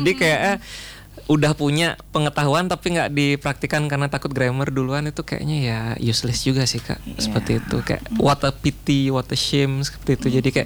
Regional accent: Singaraja, Bali, Indonesia; also born or lived in Denpasar; saya asli Singaraja kak. Tapi lahir di Denpasar. Jadi kalau misalkan pakai bahasa Bali halus udah biasa nih di Bali daerah selatan.

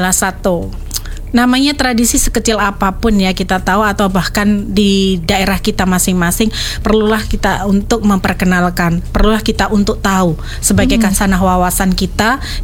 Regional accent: Java, Indonesia; tidak semua orang tahu seperti budaya kita Jawa seperti ini

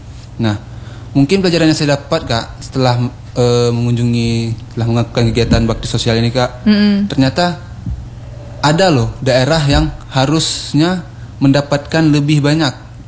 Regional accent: Aceh, Indonesia; saya juga orang Aceh Barat, warga Aceh Barat.

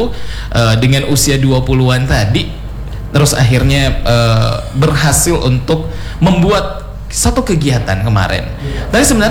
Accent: Sudiang, South Sulawesi, Indonesia; Saya juga orang sana.

